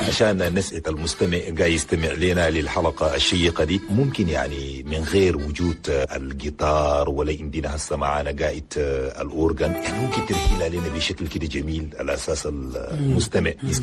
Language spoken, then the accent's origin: Arabic; Chad; بلادنا تشاد